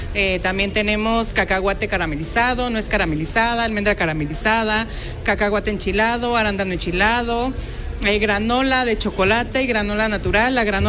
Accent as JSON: {"language": "Spanish", "town": "Tetela de Ocampo", "region": "Puebla", "country": "Mexico", "said": "somos de Tetela de Ocampo"}